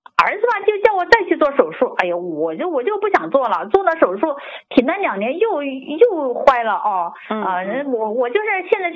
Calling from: Wuhan, Hubei, China; 哎，王老师，我是武汉的啊。

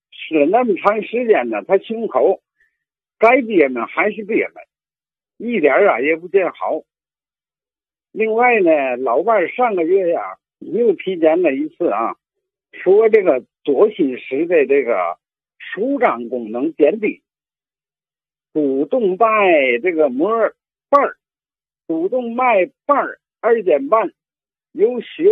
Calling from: Tianjin, China; 我呀，是天津红桥的。

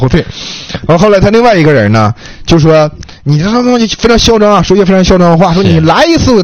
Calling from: Northeast China, China; 咱们东北话

